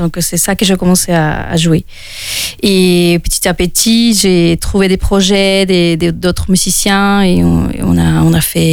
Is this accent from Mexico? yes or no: yes; Veracruz, Mexico; French is a second language; now in France; Et oui, je suis mexicaine de Veracruz. Et je suis chanteuse et musicienne depuis mes 15 ans. Et je suis là en France depuis 4 ans et demi.